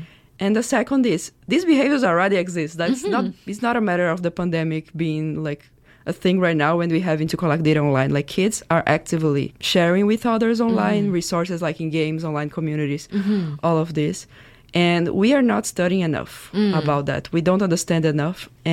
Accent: Brazil; English is a second language; moved away as an adult; now in Canada; I'm from Brazil, and I came to Queen's to do my PhD a few years ago.

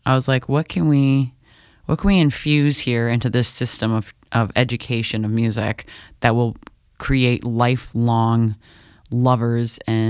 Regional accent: Prince Edward County, Ontario, Canada; A lot of them are like a local Prince Edward County population. I grew up in South End, Prince Edward County, eighth mm-hmm. generation from, farm fields.

